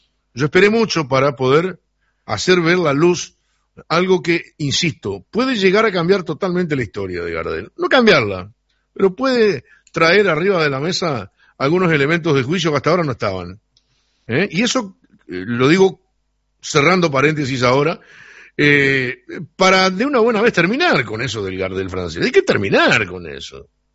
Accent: Sarandí del Yi, Durazno, Uruguay; born there; yo nací en Sarandí del G, el 5 de marzo del año 1960, en el hospital José María Sosa

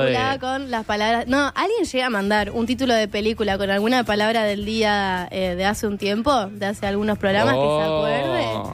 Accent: Rivera, Uruguay; Acá nos mandan, soy de Rivera, para mí Barraca es carpa.

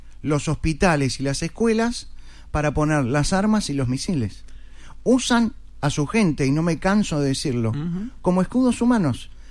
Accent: Uruguay; Esto es parte de mi orgullo, como uruguayo

